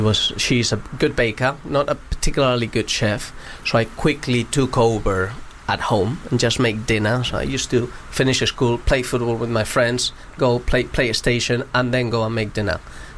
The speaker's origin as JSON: {"language": "English", "town": "Madrid", "region": "Community of Madrid", "country": "Spain"}